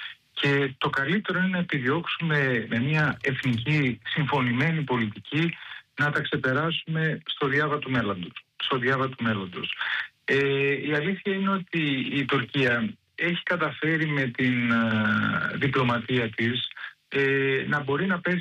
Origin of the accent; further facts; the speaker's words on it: Thessaloniki, Central Macedonia, Greece; που οι κάτοικοι της δεν αναπνέουν δηλητήριο όπως αναπνέουμε δηλητήριο στην πόλη μου στη Θεσσαλονίκη.